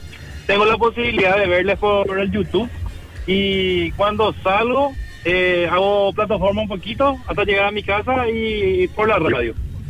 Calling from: Luque, Central, Paraguay; De la República de Luque.

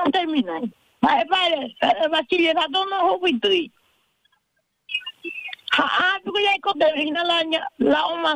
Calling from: Paraguay

